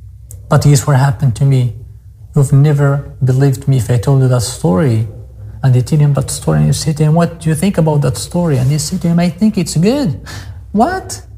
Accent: Morocco; English is a second language

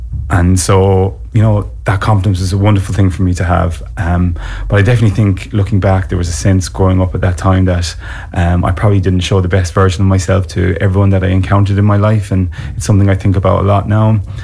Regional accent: County Leitrim, Ireland; also born or lived in London; now in Cork, Ireland; we might move back to my dad's home village, and we just really thrived there. We had a great upbringing there in North Leitrim.

